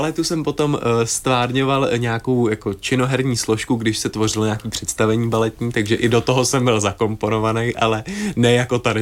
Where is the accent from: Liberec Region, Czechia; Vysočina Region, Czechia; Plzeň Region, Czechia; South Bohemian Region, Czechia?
Vysočina Region, Czechia; Havlíčkův Brod; To je hrozně hezká otázka, protože se tam mimo jiné strašně rád vracím. Mám to tam fakt rád. A naskakuje mi samozřejmě moje základka.